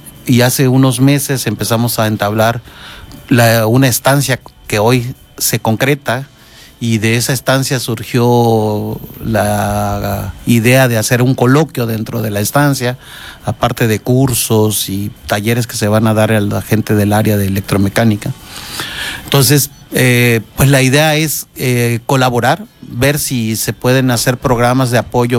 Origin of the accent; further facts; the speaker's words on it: Veracruz, Mexico; now in Cuernavaca, Mexico; aunque yo vivo en Cuernavaca, soy de Veracruz